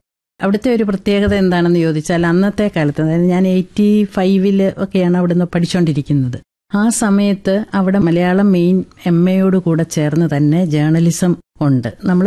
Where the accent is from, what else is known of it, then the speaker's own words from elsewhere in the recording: Elamkulam, Kerala, India; എന്റെ സ്വദേശം കാഞ്ഞിരപ്പള്ളിക്കും പാലായിക്കും ഇടയ്ക്കുള്ള ഇളങ്കുളം എന്ന് പറഞ്ഞ സ്ഥലമാണ്. ഞാൻ കാഞ്ഞിരപ്പള്ളി കോളേജിലാണ് പ്രീ ഡിഗ്രി പഠിച്ചത്.